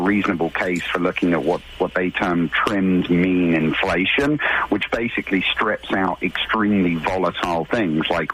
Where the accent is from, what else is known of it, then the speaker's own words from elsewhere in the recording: England, United Kingdom; now in United States; I'm from England, Great Britain originally, but I'm an American citizen. So I'm from the U.S.